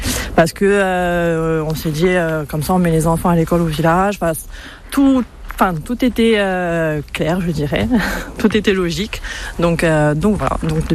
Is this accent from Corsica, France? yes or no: yes; Bastia, Corsica, France; plus qu'à Bastia, là où j'ai grandi finalement, où j'habitais pour aller à l'école. C'est vrai qu'avec mon compagnon, on habitait en ville, à Bastia.